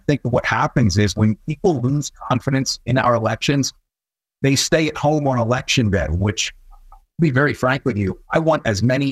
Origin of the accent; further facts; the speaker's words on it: Vineland, New Jersey, United States; my hometown of Vineland.